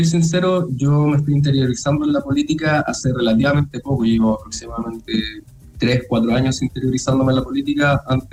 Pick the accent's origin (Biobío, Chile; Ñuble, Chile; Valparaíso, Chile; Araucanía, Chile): Biobío, Chile; San Pedro de la Paz; Yo soy de acá de San Pedro, de La Paz, de un sector muy estigmatizado, de Boca Sur, Michaihue, sectores que son prácticamente olvidados para la clase política.